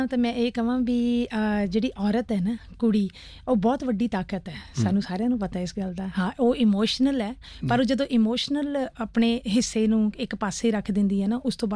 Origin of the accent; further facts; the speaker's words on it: Punjab, India; ਮੈਂ ਉੱਥੇ ਉਹੀ ਬੋਲ ਰਹੀ ਸੀ ਕਿ ਮੈਂ ਪੰਜਾਬ ਤੋਂ ਆਈ ਹਾਂ ਮੈਂ ਪੰਜਾਬ ਮੈਂ ਪੰਜਾਬੀਅਤ ਦੀ ਤੇ ਮੈਂ ਔਰਤਾਂ ਦੀ ਗੱਲ ਕੀਤੀ